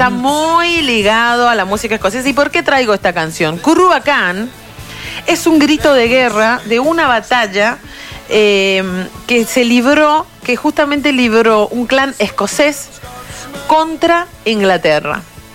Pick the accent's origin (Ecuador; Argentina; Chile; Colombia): Argentina